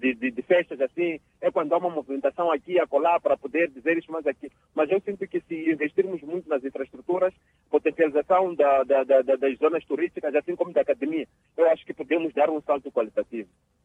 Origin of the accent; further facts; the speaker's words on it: Jangamo, Inhambane, Mozambique; eu sou de Jangama.